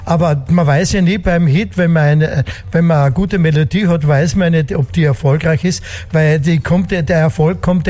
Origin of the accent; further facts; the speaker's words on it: Zeltweg, Styria, Austria; also born or lived in Knittelfeld; now in Carinthia, Austria; ich bin eigentlich geboren in Knittelfeld, aber aufgewachsen in Zeltweg.